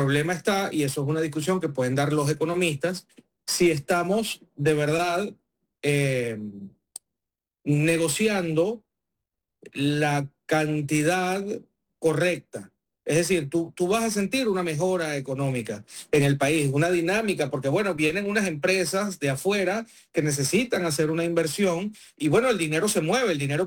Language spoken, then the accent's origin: Spanish; Venezuela; now in Washington, United States; como decimos coloquialmente en Venezuela